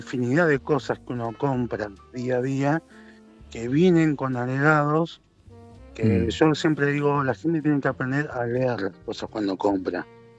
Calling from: Buenos Aires, Argentina; de Colegiales.

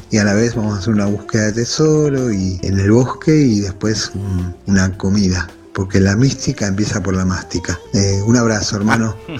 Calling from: Patagonia, Argentina; de la Patagonia

